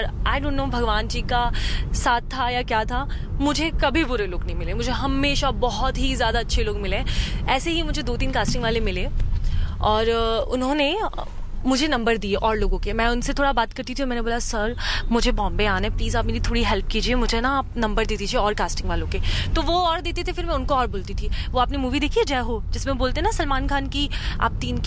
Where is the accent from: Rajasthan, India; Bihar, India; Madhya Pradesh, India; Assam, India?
Rajasthan, India; मैं राजस्थान से बिलोंग करती हूँ